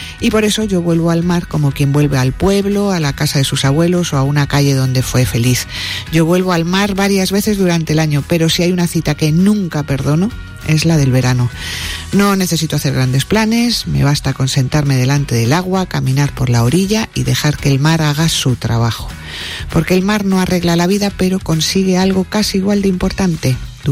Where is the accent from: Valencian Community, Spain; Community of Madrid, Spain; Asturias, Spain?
Community of Madrid, Spain; Madrid; aunque soy madrileña, completamente madrileña, soy de Madrid hasta cuando me callo.